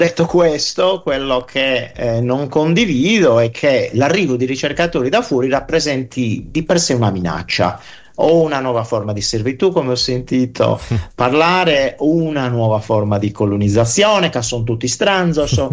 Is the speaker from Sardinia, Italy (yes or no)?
yes; Sardinia, Italy; sono sardo, sono barbaricino, siamo entrambi barbaricini, conosco la storia della nostra terra